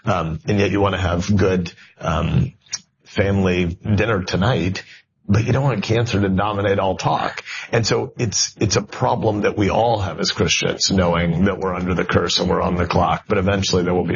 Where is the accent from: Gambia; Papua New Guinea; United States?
United States; Fremont, Nebraska; also born or lived in Plainview; I was born in Plainview on the Nebraska-South Dakota border, but I lived in Fremont from age 2 on, and our home now is a mile from where I grew up.